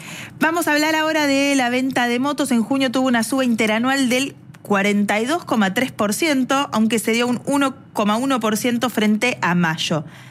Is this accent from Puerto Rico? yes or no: no; La Dulce, Buenos Aires Province, Argentina; now in Buenos Aires, Argentina; en mi pueblo, La Dulce, para los que no conocen, está a 50 kilómetros de la ciudad de Necochea, es en el campo de mi familia